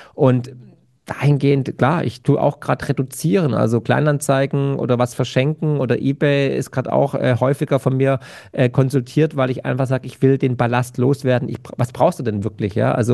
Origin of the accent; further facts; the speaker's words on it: Germany; weil ich da als Deutscher natürlich völlig Exot war